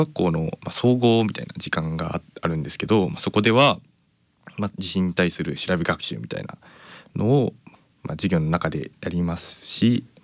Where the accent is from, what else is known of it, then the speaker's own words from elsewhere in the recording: Shizuoka, Japan; moved away; 私はあの、まあ、静岡県出身で。